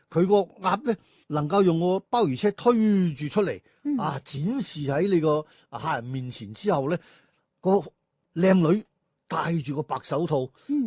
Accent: Guangdong, China; 其实肠粉咧就系我哋广东人咧比较喜欢食嘅一个早点嚟嘅

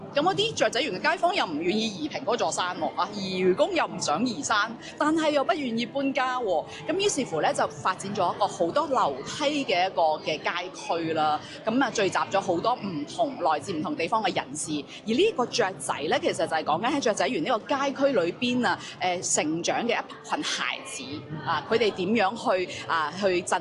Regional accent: Macau; also born or lived in Guangzhou; 我喺澳門長大，但其實我係廣州出世嘅。

